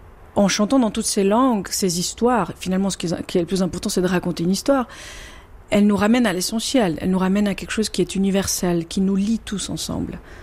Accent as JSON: {"language": "French", "country": "Albania", "tie": "born or raised there", "first_language": "Albanian", "second_language": "French", "said": "J'ai grandi déjà en Albanie avec une langue, ça veut dire l'albanais, mais tout le monde regardait la télévision italienne. L'italien fait aussi partie de mon enfance et donc oui, je le parle."}